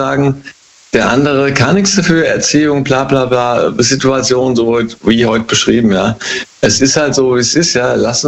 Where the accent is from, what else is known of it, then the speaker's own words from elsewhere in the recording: Hesse, Germany; Hey, aus dem Rheingau, immer noch.